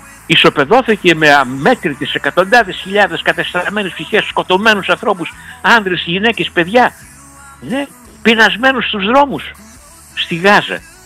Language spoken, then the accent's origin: Greek; Macedonia, Greece; Μακεδόνες. Εκεί γεννηθήκαμε, εκεί μεγαλώσαμε.